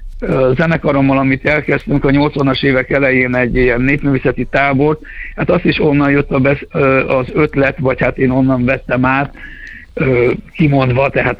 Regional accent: Ozora, Tolna, Hungary; born there; én is Tolna megyébe Ozorán

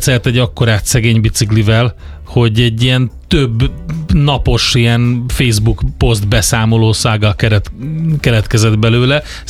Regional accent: Hungary; hogy kifigyelték, hogy mi magyarok vagyunk

